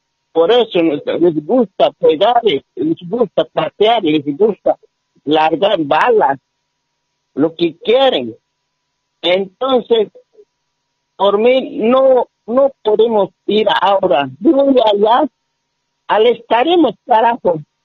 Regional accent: Bolivia; somos bolivianos, somos originarios, nacidos en Bolivia, criados en Bolivia. Para nosotros no venimos de otro país.

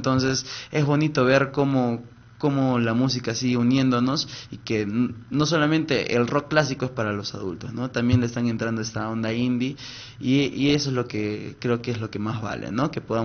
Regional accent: Huánuco, Peru

